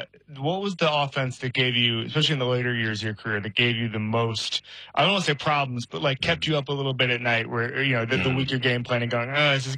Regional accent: Orlando, Florida, United States; born or raised there

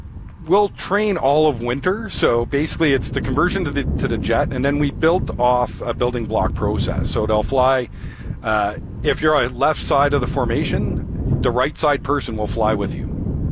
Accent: Ottawa, Ontario, Canada; now in Moose Jaw, Canada; But I'm from Ottawa.

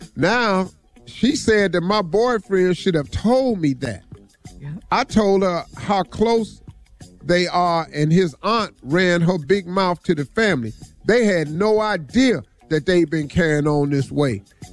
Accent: Welch, West Virginia, United States; born or raised there

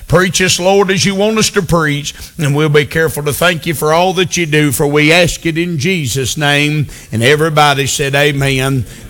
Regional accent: United States; we as American Christians

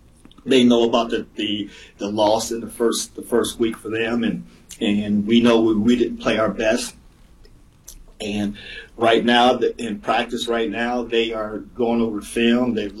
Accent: Muncie, Indiana, United States; my hometown Ball State University.

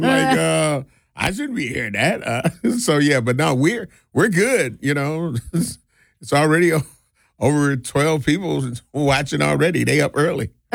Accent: Milwaukee, Wisconsin, United States; Mine, born and raised in Milwaukee, is still here in Milwaukee.

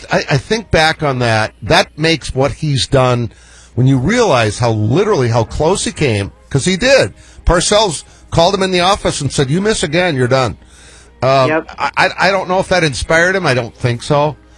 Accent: New England, United States; moved away; I'm a Patriot diehard. I grew up there.

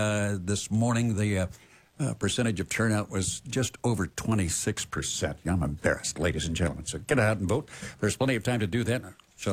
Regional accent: Nebraska, United States; moved away; I grew up in Nebraska

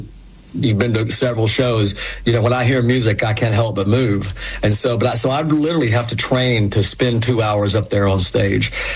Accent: Knoxville, Tennessee, United States; born or raised there

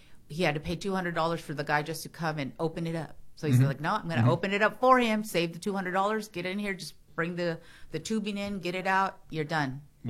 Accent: Bakersfield, California, United States; I'm from Rexland. We had a septic tank.

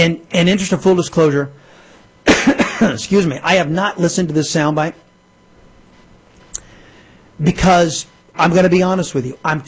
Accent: United States; As an American, I find it offensive.

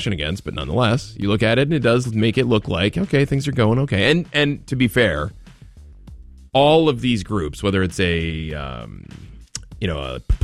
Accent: New England, United States; We are from New England.

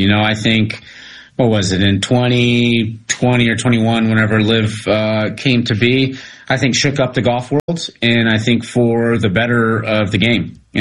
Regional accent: United States

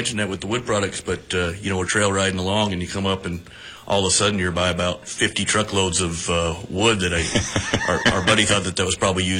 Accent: Kansas, United States; moved away as an adult; Born and raised in Kansas, lived here about 12 years

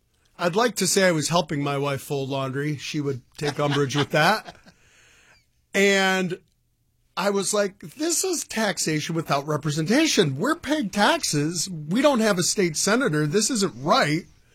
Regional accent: Saginaw, Michigan, United States; born there; I'm from Saginaw. Born here on my mom's 18th birthday in Saginaw General Hospital.

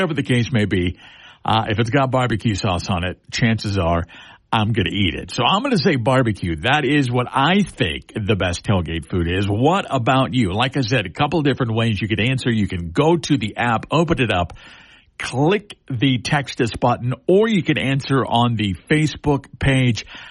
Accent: Kansas City, United States; I'm from the Kansas City area. It's in my blood, in my DNA.

